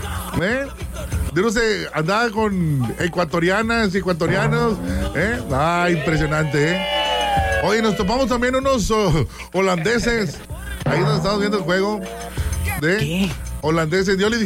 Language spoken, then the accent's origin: Spanish; Mexico